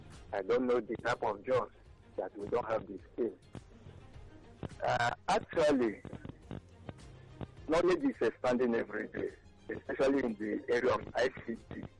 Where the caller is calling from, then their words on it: Nigeria; I'm calling from Eba.